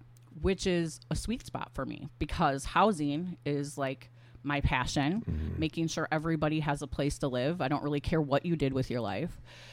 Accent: Milwaukee County, Wisconsin, United States; also born or lived in Green Bay; I'm from Milwaukee County, graduated in 96 from Brown Deer High School.

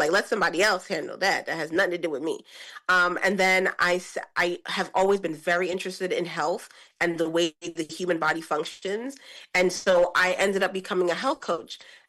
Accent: New York City, New York, United States; moved away as an adult; now in New Jersey, United States; I'm in New Jersey, but I am from Brooklyn. I'm a New Yorker. And I moved into New Jersey after COVID, actually.

